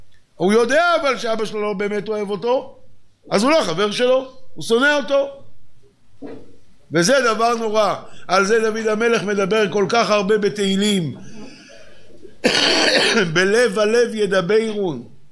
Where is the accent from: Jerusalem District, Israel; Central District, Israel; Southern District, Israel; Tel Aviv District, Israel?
Tel Aviv District, Israel; Bnei Brak; אני בני ברקי